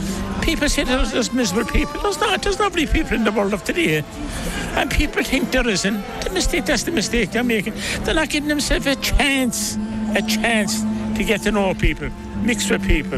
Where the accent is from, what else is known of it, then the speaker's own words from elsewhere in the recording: Cork, Munster, Ireland; Cork. The land of milk and honey.